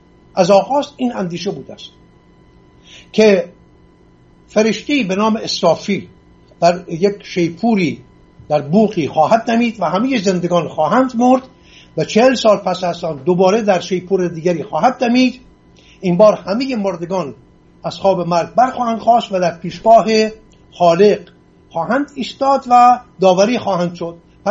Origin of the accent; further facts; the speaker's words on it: Iran; first language Assyrian Neo-Aramaic; Persian is a second language; من آشوری تبار هستم، آشوری زاده هستم، از آشوری های ایران، یک تبار بسیار بسیار کهن ایرانی